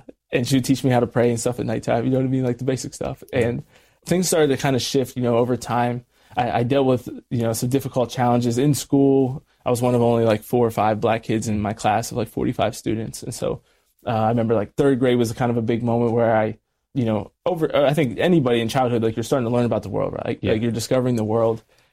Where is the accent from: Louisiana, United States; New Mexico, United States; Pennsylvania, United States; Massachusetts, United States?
Pennsylvania, United States; Harrison; Yeah, so I was born and raised in Harrison, Pennsylvania.